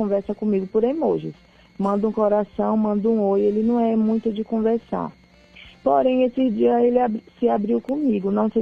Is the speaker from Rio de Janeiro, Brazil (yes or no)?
no; Bahia, Brazil; moved away as an adult; now in São Paulo, Brazil; Eu sou uma mulher independente que vim da Bahia e luto aqui em São Paulo pelos meus objetivos. Moro aqui há 10 anos.